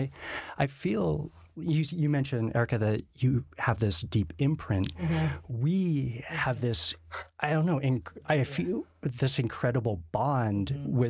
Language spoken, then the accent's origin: English; Denver, Colorado, United States; Born and raised in Denver.